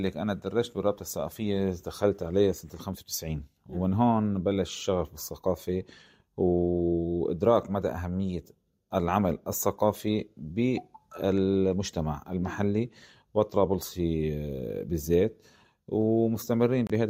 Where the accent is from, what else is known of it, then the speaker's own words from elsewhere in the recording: Tripoli, North Governorate, Lebanon; أنا مواطن طرابلسي لبناني